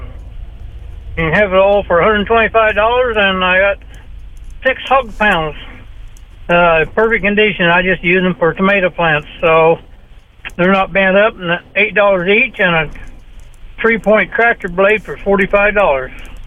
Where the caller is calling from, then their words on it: Ottumwa, Iowa, United States; Ottumwa, Iowa.